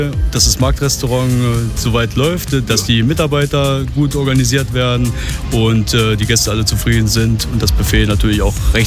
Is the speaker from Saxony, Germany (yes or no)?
no; Thuringia, Germany; ich komme aus Thüringen